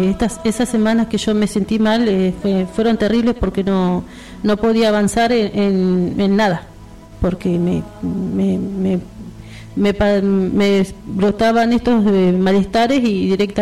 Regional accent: Trelew, Chubut, Argentina; Yo soy de acá, de Trelew.

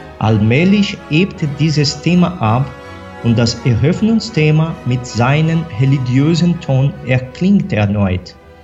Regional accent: Brazil; ich bin Brasilianer.

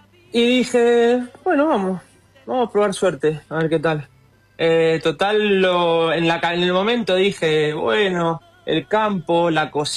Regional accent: Mendoza, Argentina; moved away as an adult; now in Spain; soy de Mendoza

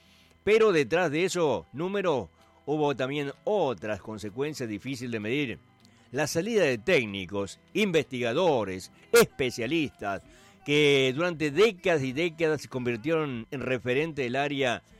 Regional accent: Argentina; somos inventivos los argentinos.

